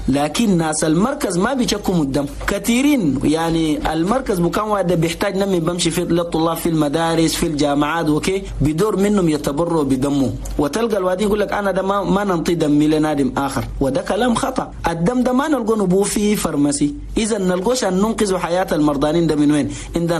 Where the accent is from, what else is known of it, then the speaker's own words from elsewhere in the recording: Chad; نقول لأخواننا المواطنين جميعا في بلدنا تشاد صحيح أنين قاعدين نواجه مشكلة.